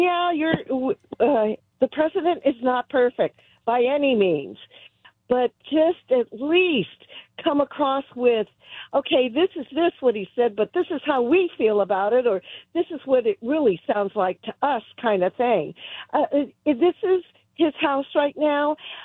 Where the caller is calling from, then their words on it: California, United States; as the California residents and citizens